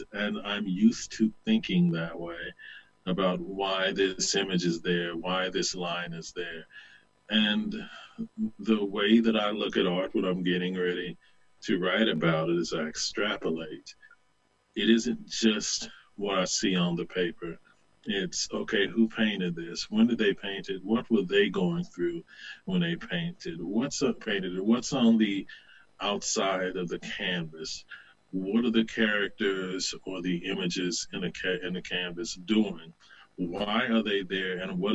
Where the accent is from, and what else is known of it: Southern United States, United States; born or raised there